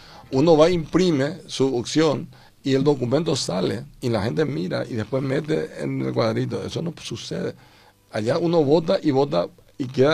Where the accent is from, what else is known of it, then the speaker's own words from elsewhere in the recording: Paraguay; tenemos por primera vez en Paraguay